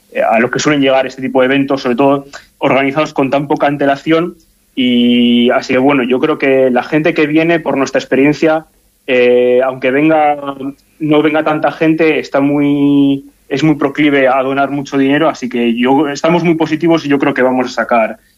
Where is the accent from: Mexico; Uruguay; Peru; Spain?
Spain; sobre todo lo que organizamos somos españoles